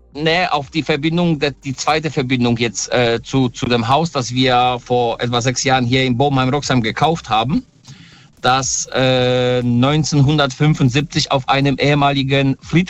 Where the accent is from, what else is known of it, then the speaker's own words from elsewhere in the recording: Poland; Ich komme ursprünglich aus Polen. Also ich bin gebürtig in Polen.